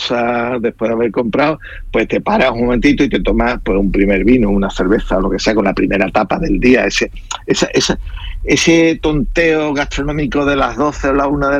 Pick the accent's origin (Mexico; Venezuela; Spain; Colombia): Spain; El Puerto de Santa María, Andalusia; Yo soy del puerto de Santa María, ¿no? Y de la provincia de Cádiz.